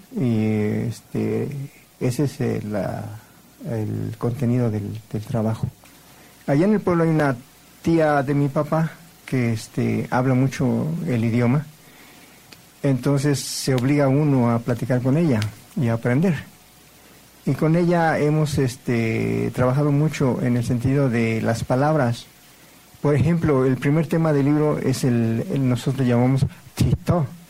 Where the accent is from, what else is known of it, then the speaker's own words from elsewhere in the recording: Mexico City, Mexico; born there; Yo casualmente nací aquí en la Ciudad de México, en el Hospital de la Mujer que estaba a un lado de la Alameda. Ahora está en Santo Tomás. Ajá. O sea que soy mexica de nacimiento, pero soy otomí de origen.